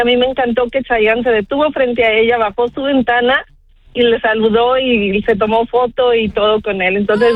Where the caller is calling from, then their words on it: San Antonio, Texas, United States; soy de San Antonio